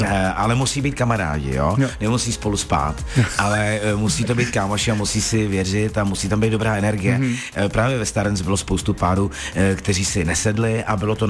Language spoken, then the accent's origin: Czech; Loket, Karlovy Vary Region, Czechia; Tak já jsem z Lokte nad Ohří, to je u Karlových Varů